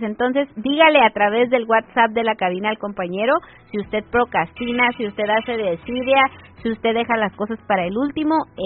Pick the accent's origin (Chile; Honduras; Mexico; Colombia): Mexico